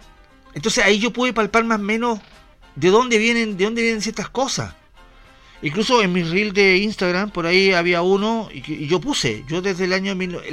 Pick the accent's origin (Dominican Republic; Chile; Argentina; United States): Chile; nos corresponde como chilenos